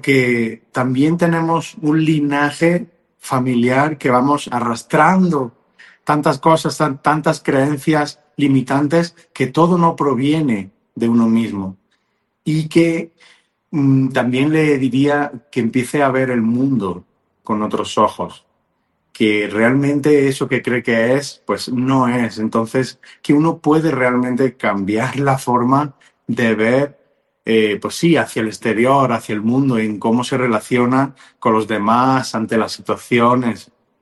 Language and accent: Spanish; Spain; now in Mexico; desde aquí, desde México, aunque soy de España, pero resido aquí en México